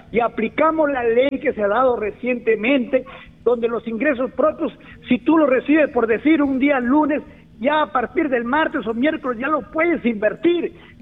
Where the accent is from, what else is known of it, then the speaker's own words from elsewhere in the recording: Olmos, Lambayeque, Peru; Y mi pueblo de Olmos, nuestro pueblo de Olmos, que tenga la confianza que nosotros somos olmanos, olmanos de corazón. Nosotros vivimos aquí en nuestro pueblo de Olmos